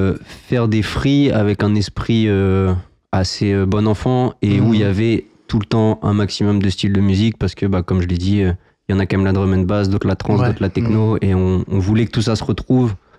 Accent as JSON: {"language": "French", "town": "Étampes", "region": "Île-de-France", "country": "France", "moved": "yes", "lives_now": "Paris, France", "said": "Nous, on vient du sud de l'Essonne."}